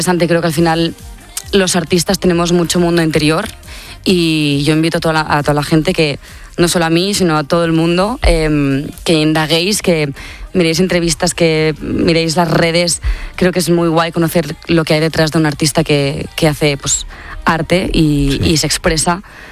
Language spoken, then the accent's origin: Spanish; Tiana, Catalonia, Spain